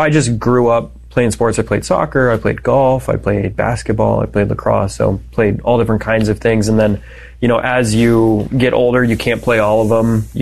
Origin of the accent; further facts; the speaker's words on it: Denver, Colorado, United States; I'm from Denver, Colorado.